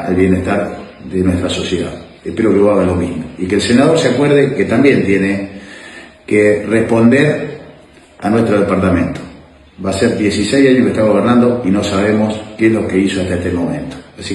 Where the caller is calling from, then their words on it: Máximo Paz, Santa Fe, Argentina